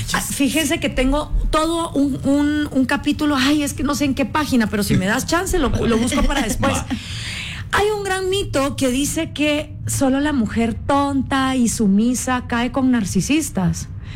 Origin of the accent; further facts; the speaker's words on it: Guatemala; soy la única guatemalteca y voy a debatir con 8 hombres.